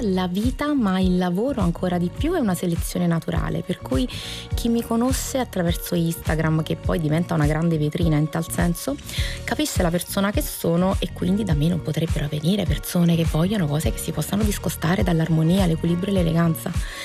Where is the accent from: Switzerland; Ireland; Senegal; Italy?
Switzerland; io sono svizzera